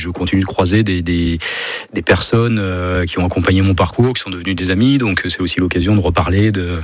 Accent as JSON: {"language": "French", "town": "Valognes", "region": "Normandy", "country": "France", "tie": "born there", "said": "je suis né à Valognes"}